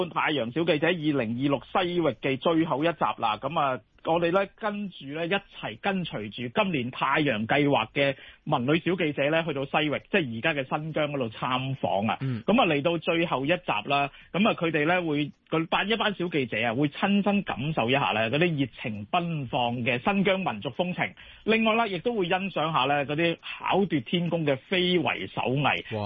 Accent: Hong Kong; 我话算我哋香港人咧，酒楼即系除咗一盅两件食嘢之外咧，亦都装载住好多我哋咧集体嘅回忆，

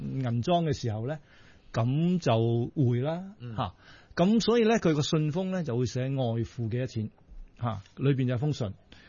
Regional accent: Chaoshan, Guangdong, China; 我哋以潮汕地區為例啦

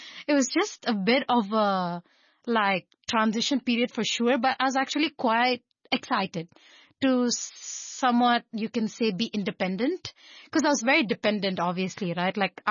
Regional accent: Jakarta, Indonesia; now in Hong Kong; I have made several like considerations to maybe go back to Jakarta. But Jakarta in general is more like very, very slow paced.

